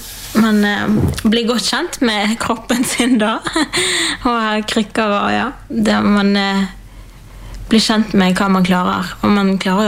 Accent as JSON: {"language": "Norwegian", "town": "Bergen", "region": "Vestland", "country": "Norway", "tie": "born or raised there", "said": "Jeg vokste opp i Bergen sammen med en mamma og pappa og en lillesøster, og etter hvert en lillebror. Han er 12 år yngre enn meg, så han kom litt art på klatt, ja. Men ja, jeg vokste opp i kristent hjem"}